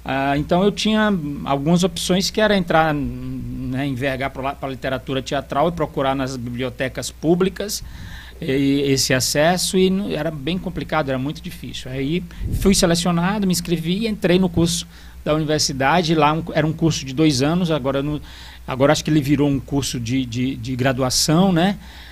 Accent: Pacajus, Ceará, Brazil; born there; Nasci em Pacajus.

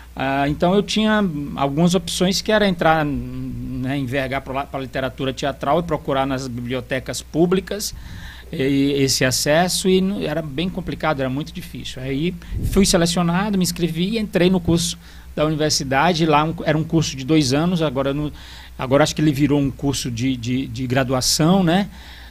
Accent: Pacajus, Ceará, Brazil; born there; Nasci em Pacajus.

